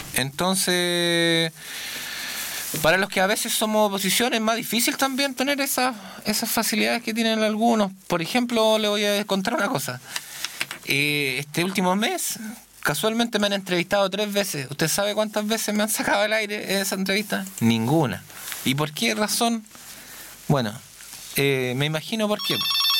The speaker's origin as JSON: {"language": "Spanish", "town": "San Nicolás", "region": "Ñuble", "country": "Chile", "said": "porque hay tres … la comuna, de Rari, Paso Rari y de San Nicolás. Yo soy de los de San Nicolás."}